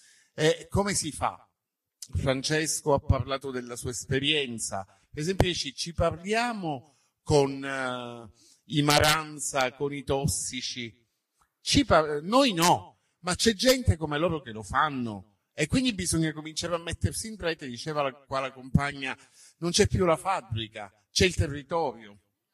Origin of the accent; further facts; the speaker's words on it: Sicily, Italy; da siciliano lo rivendico con orgoglio